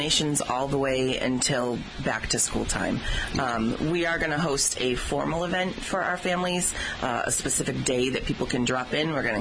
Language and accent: English; Taunton, Massachusetts, United States; I'm from Taunton